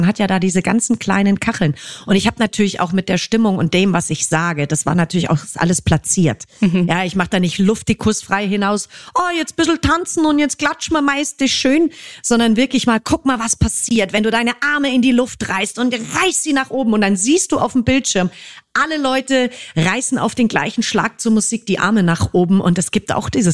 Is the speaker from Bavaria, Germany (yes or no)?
yes; Fürstenfeldbruck, Bavaria, Germany; Fürstenfeldbruck, also in meiner alten Heimat.